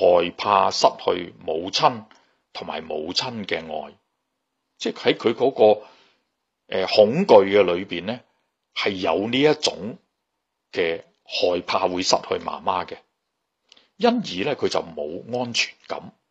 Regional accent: China; 我谂我哋作为中国人，我哋都知道婆媳点样相处融洽

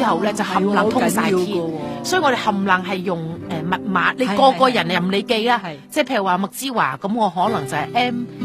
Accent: Guangdong, China; now in Beijing, China; 咁同埋咧，我哋廣東人咧就個八字啦、法啦

